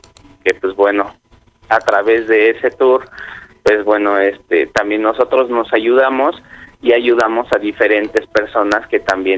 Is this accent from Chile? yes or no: no; Mexico; now in Axapusco, Mexico